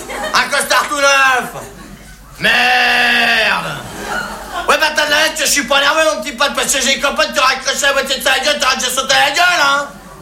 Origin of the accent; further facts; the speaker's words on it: France; Les Français, c'est des cons. Ouais, bah, je suis bien placé, hein, je suis français.